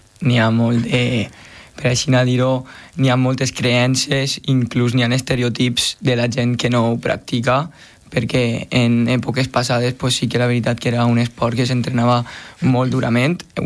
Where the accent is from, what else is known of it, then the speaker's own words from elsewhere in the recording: Almoines, Valencian Community, Spain; Jo soc d'Almoines.